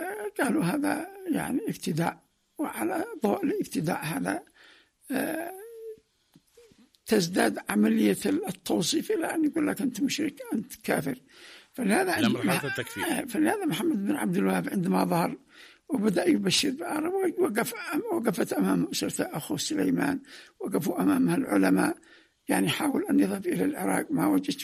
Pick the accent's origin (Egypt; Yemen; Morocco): Yemen; يعني نحن من صنعنا الحضارة ليس في اليمن وحده وإنما في المنطقة العربية كلها.